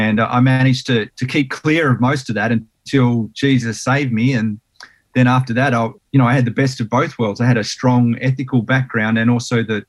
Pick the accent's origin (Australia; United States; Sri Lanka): Australia; Sydney, New South Wales; also born or lived in Tasmania; I was born in Sydney in New South Wales and spent about 7 years there. Then we moved to Tassie for about 5 years, and we moved around a lot.